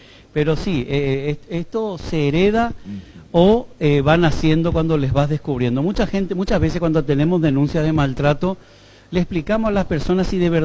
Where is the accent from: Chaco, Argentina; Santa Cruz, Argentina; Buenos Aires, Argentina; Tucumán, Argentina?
Buenos Aires, Argentina; moved away as an adult; also born or lived in Spain; now in Paraguay; cuando yo tenía 6 años, mi madre nos llevó a vivir a Buenos Aires, yo volví con 18 años y a los 23 ya me fui de Paraguay y no volví hasta el 2015.